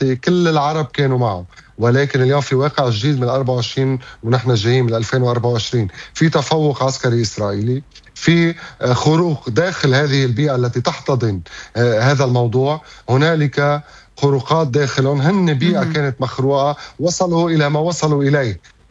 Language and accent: Arabic; Lebanon; ما عندنا خيار نحن اليوم كلبنانيين لنطلع من هذه الدوامة التي لا نهاية لها